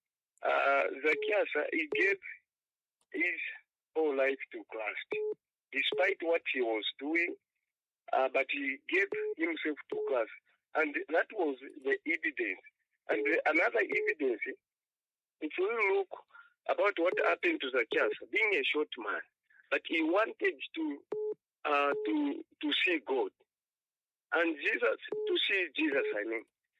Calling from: Solwezi, North-Western Province, Zambia; I'm calling from Solwezi.

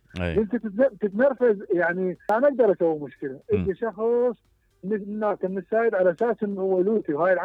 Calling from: Baghdad, Baghdad Governorate, Iraq; من بغداد.

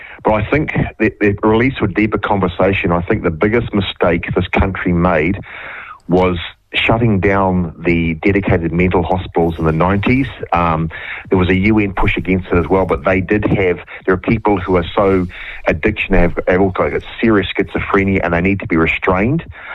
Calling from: Milford, Auckland, New Zealand; I'm calling from the Milford on the North Shore, and I'll be going out to the CBD shortly.

